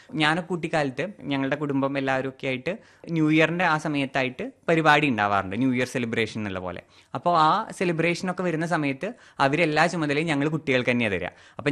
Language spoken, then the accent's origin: Malayalam; Poolamanna, Kerala, India; ഞാൻ എന്റെ സ്വദേശം നേരത്തെ സൂചിപ്പിച്ച പോലെ പാണ്ടിക്കാട് അടുത്തുള്ള പൂളമണ്ണയിലാണ്.